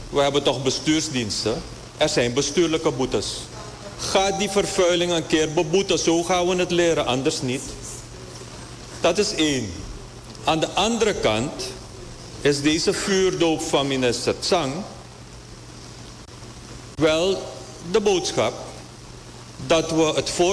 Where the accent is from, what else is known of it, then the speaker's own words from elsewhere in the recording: Suriname; wij zelf als Surinamers